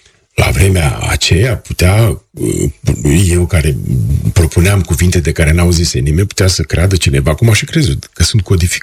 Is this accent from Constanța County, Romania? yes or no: no; Cârja, Vaslui County, Romania; moved away; primarul de acolo a copilărit în Cârja, în satul meu